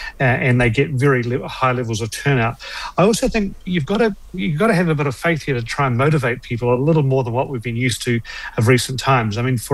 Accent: New Zealand; I know that as a Kiwi.

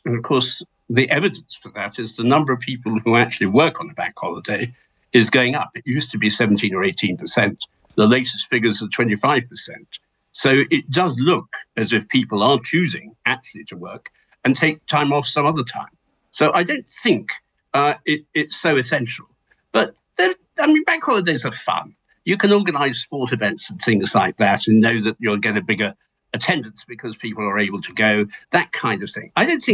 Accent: Malaysia; moved away; I was brought up in Malaysia

